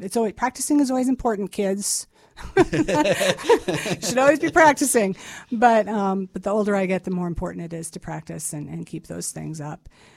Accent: Nora Springs, Iowa, United States; now in Mason City, United States; I grew up in Nora Springs and local girl. So grew up here, ended up living here and working here. My husband and I have made a home here since 1990. I've lived here since 1990. So Mason City is now my new hometown.

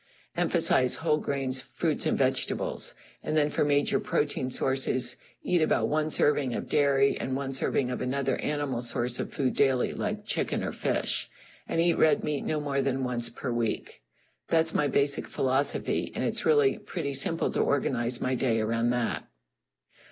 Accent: Midwest, United States; What I eat now is very different from what I ate when I was growing up in the Midwest.

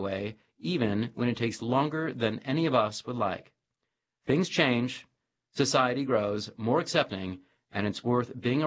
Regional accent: North Carolina, United States; I never thought I'd see gay marriage legalized in North Carolina, my home state.

